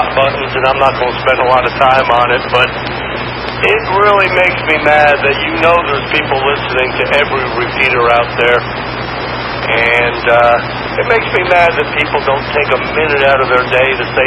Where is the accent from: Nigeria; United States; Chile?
United States; New York City, New York; also born or lived in Buffalo / Jacksonville, Florida; now in Atlanta, United States; From the New York City area, I've lived in Metro Atlanta my entire professional career. I did do a 5-year stint in Buffalo, but I take that back. I did live in Jacksonville, Florida for 4 years back in the mid to late 80s.